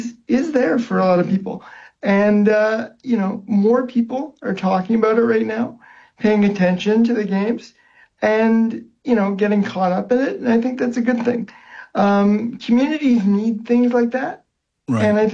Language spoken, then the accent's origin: English; Kitchener, Ontario, Canada; I'm from Kitchener. I've always loved the Rangers, and of course I'm going to cheer them on